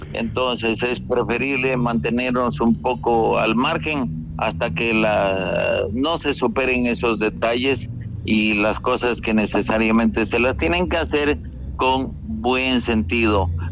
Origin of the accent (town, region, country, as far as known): Ecuador